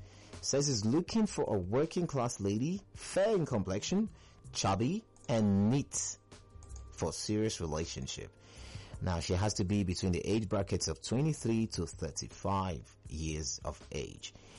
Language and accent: English; Edo, Nigeria; That's my state. Representing John. I'm from Edo State as well.